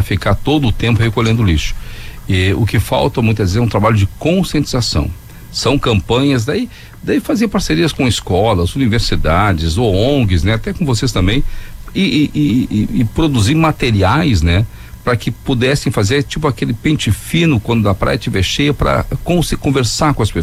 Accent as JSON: {"language": "Portuguese", "town": "Cidreira", "region": "Rio Grande do Sul", "country": "Brazil", "tie": "born or raised there", "said": "região que eu vou muitas vezes, me criei em Cidreira, né?"}